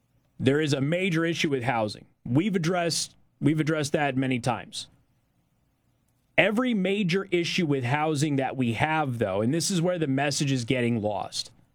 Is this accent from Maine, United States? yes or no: no; Logansport, Indiana, United States; Casey, I grew up in Logansport. In the 1970s, that Tyson plant was a meat processing plant named Wilson's.